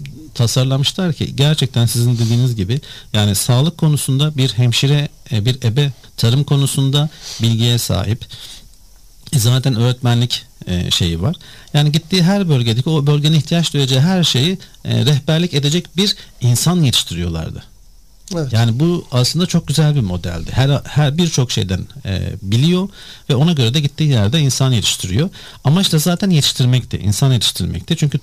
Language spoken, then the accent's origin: Turkish; Nusaybin, Mardin, Turkey; born there; moved away; also born or lived in Eskişehir / Sakarya; Mardin Nusaybin doğumluyum.